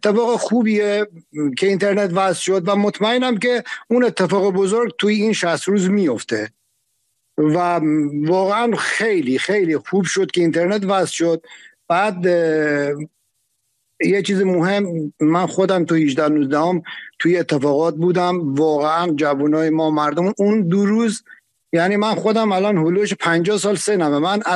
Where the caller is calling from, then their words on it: Mazandaran, Iran; من از مازندرانم